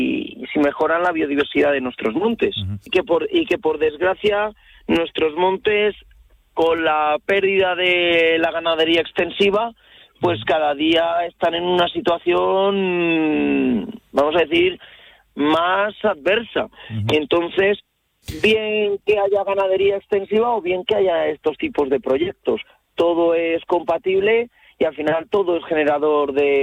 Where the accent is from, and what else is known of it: Cuenca province, Castilla-La Mancha, Spain